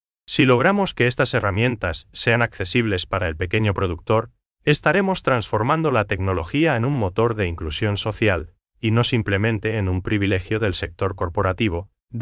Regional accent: Paraguay; nuestra identidad como paraguayos

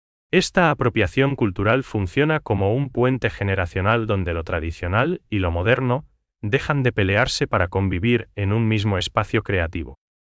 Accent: Paraguay; esa esencia de comunidad y solidaridad que nos define como paraguayos.

